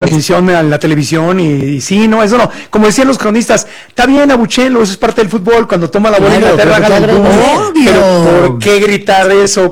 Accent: Mexico

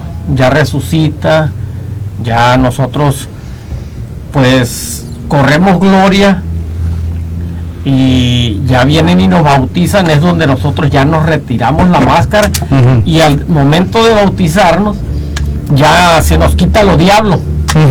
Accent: San Miguel Zapotitlán, Sinaloa, Mexico; Nosotros somos de San Miguel Zapotitlán.

